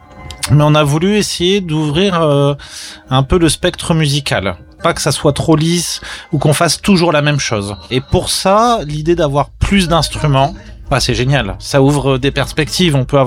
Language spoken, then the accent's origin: French; France; Et puis aussi, nous, en tant que Français